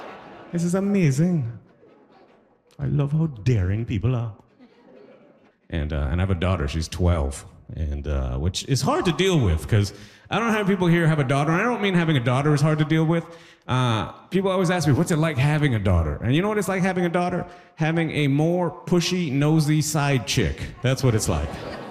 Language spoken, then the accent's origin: English; Toronto, Ontario, Canada; here I grew up in Toronto, so I'm a Trini raised in captivity. That is what I am.